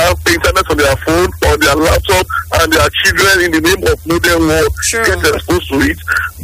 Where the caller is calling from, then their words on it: Benin; I'm calling from Benin, from Adoawa.